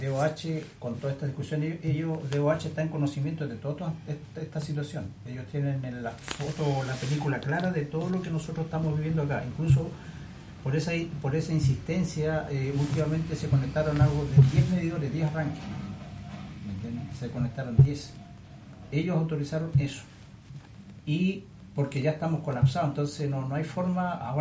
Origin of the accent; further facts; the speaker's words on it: Chile; como buenos ciudadanos chilenos que somos